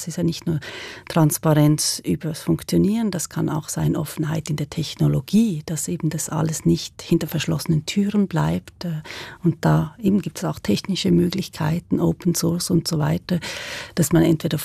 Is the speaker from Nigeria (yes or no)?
no; Switzerland; als Schweizerin